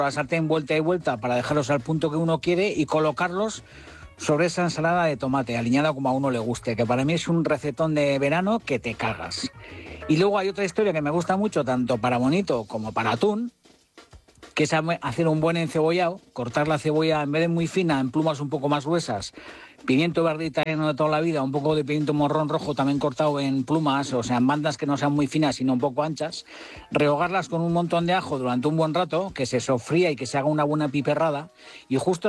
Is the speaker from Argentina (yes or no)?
no; Hondarribia, Basque Country, Spain; yo soy bonitero, porque yo soy del Cantábrico. Yo soy nacido en Hondarribi y yo soy bonitero del norte a tope.